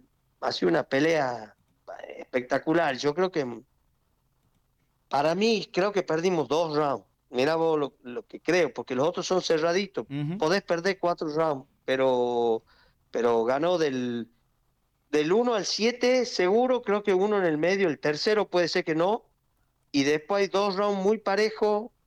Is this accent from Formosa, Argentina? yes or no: no; Tucumán, Argentina; salí afuera, afuera, me refiero de Tucumán a Santiago, ya estaba afuera.